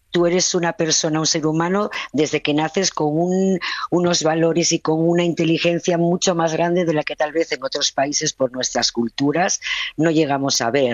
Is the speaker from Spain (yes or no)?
yes; Asturias, Spain; Porque yo soy asturiana pequeñita